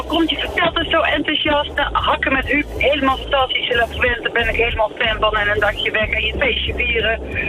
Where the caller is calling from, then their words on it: Udenhout, North Brabant, Netherlands; Ik woon in Udenhout.